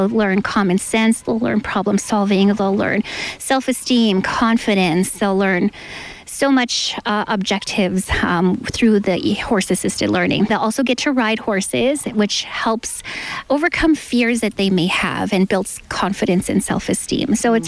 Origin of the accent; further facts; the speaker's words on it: Kakawishtahau Cree Nation, Saskatchewan, Canada; And I'm originally from Kakawishtahau Cree Nation in Saskatchewan.